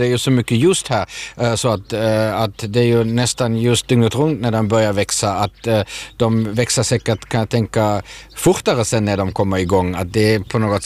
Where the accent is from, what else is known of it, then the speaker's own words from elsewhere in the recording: Germany; now in Finland; Jag växte upp med jordgubbar i Tyskland och tyckte att de var jättegoda. Men sen kom jag till Finland